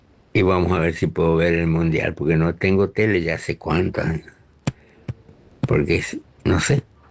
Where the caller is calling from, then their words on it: Clorinda, Formosa, Argentina; de Clorinda. Bueno, con respecto a la consigna, me gusta coleccionar mates, todas las clases de mates o guampa, como le llaman acá en Formosa